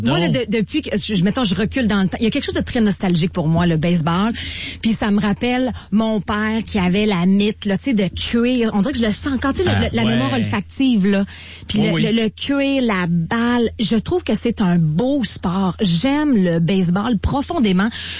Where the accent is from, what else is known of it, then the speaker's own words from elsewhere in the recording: Quebec City, Quebec, Canada; C'est à côté de chez moi, d'où est-ce que je viens, de Limoilou.